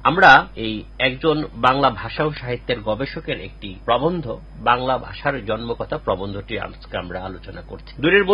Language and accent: Bangla; Bangladesh; first language Bengali